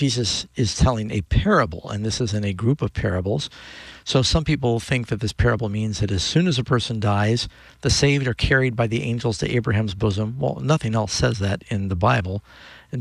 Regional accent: New York City, New York, United States; I grew up mostly in New York City. I was sent to many different boarding schools.

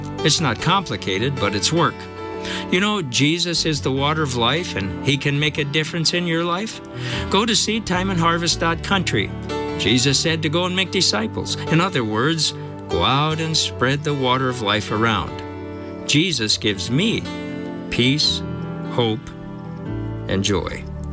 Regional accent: South Dakota, United States; The farm I grew up on in South Dakota didn't have irrigation, so I don't know a whole lot about it.

